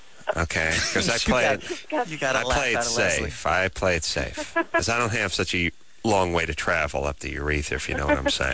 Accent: United States; I'm American

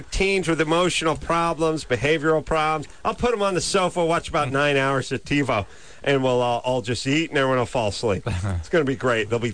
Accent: Los Angeles, California, United States; nobody I grew up with in North Hollywood had this disease.

